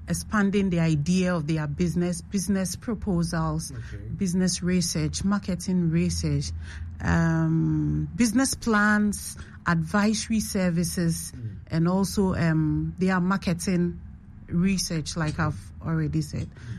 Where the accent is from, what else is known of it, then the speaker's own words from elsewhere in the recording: Ghana; You know, growing up in Ghana, the average Ghanaian boy or girl cannot walk into a garage or an automobile company requesting for a test drive